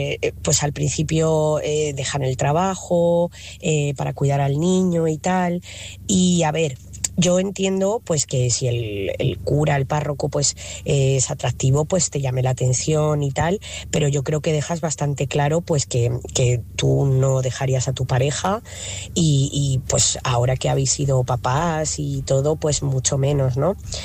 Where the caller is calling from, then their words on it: Talavera de la Reina, Castilla-La Mancha, Spain; corresponsal de Talavera.